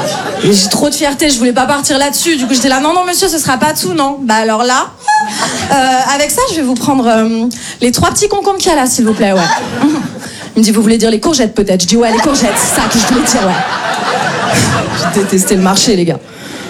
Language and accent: French; Paris, Île-de-France, France